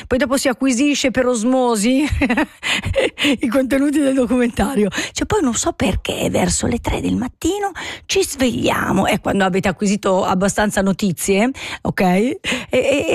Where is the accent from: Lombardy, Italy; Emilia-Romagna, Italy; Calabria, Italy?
Calabria, Italy; Io sono calabrese, vorrei mica trattarle male le donne.